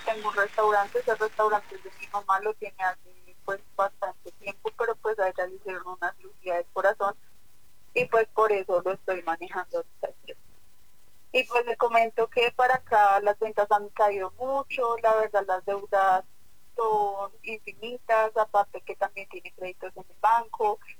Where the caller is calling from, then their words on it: Garagoa, Boyacá, Colombia; Desde Garagoa.